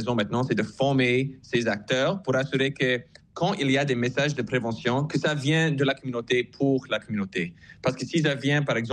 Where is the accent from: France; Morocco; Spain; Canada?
Canada; now in Congo; Je suis un Canadien qui arrive au Congo.